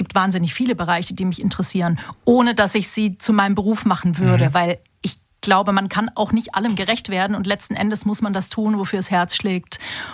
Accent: Stuttgart, Baden-Württemberg, Germany; Das war ein Theater in Stuttgart, in meiner Heimat, witzigerweise.

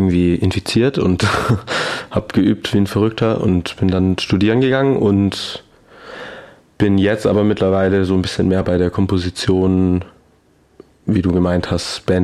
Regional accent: Hechingen, Baden-Württemberg, Germany; ich komme ja aus dem Zollernalbkreis, aus Hechingen und komme da eigentlich so aus der Blasmusik.

